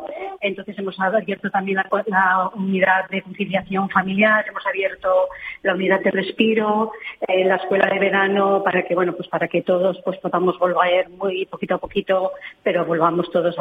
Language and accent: Spanish; Azuébar, Valencian Community, Spain; somos del municipio de Azuévar.